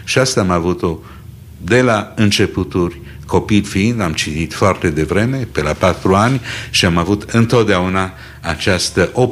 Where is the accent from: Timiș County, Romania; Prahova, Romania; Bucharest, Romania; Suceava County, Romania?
Prahova, Romania; Ploiești; moved away as an adult; also born or lived in Paris; m-am născut în 42 la Ploiești, în condițiile deci ale războiului